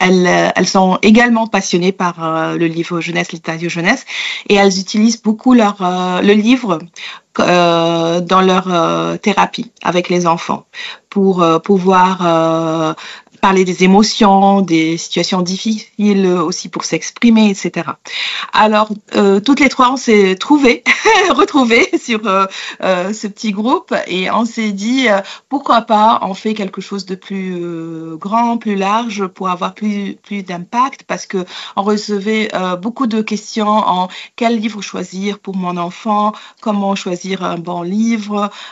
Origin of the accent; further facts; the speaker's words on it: Egypt; moved away as an adult; now in Paris, France; J'ai grandi en Égypte et ça fait une quinzaine d'années que je suis installée à Paris, en France, en raison de travail de mon conjoint.